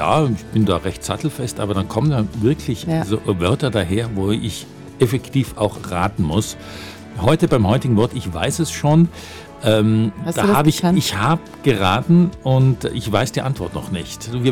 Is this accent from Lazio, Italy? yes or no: no; Merano, Trentino-Alto Adige, Italy; ich bin ja aus Meran